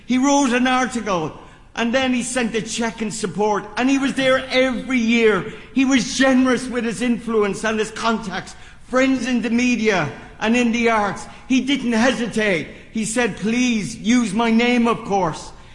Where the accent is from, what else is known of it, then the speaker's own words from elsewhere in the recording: Drogheda, Leinster, Ireland; moved away as an adult; now in United States; It was after I immigrated from Drogheda that I first heard of Malachy as a renowned Irish actor of stage and screen.